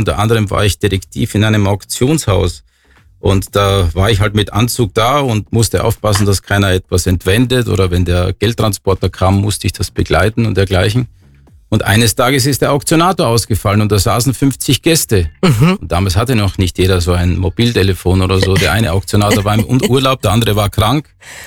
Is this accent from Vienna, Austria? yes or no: no; Deutschlandsberg district, Styria, Austria; also born or lived in Innsbruck, Austria; now in Oberstaufen, Germany; Ich bin in Innsbruck geboren, bin in Graz aufgewachsen, also südlich von Graz, in Pölfingbrunn, das ist im Bezirk Deutschlandsberg.